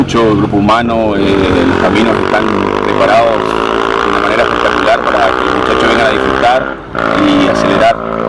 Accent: Jardín América, Misiones, Argentina; La primera vez que corro en mi tierra, en mi casa, en mi Jardín América.

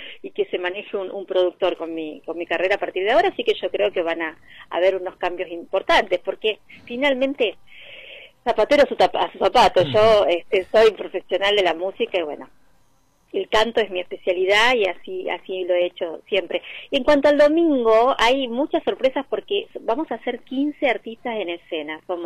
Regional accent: Neuquén, Argentina; en mi ciudad natal, en Neuquén Capital.

